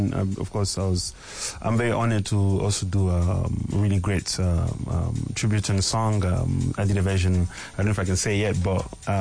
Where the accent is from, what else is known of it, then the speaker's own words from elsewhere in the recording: Goma, North Kivu, DR Congo; I named it after my hometown in Congo called Goma.